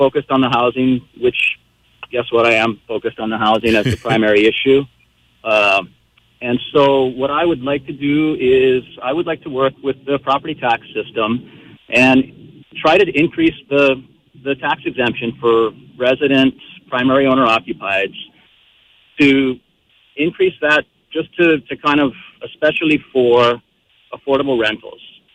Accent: Hawaii, United States; I'm born and raised on the North Shore of Kauai, and I spent 25 years working for the Kauai Fire Department.

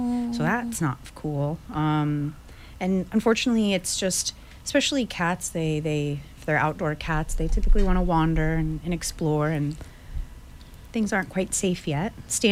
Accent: Florida, United States; now in Kauai, United States; I come from Florida most of my life

